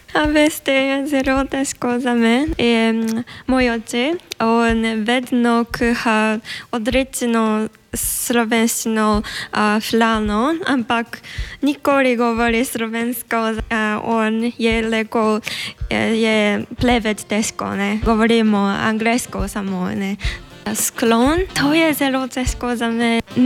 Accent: Kyoto, Japan; Slovenian is a second language; sem iz Japonske, iz Kyoto.

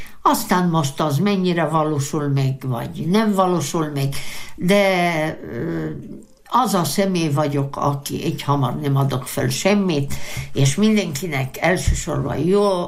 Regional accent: Prekmurje, Slovenia; first language Hungarian; a sajátunk a legszebb, a legdrágább, és ezek a mi hagyományaink, amik itt megvannak Moravidéken, hódostú pincék

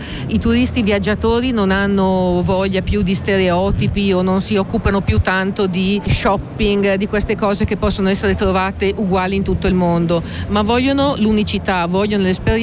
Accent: Lombardy, Italy; percepirci come Lombardi

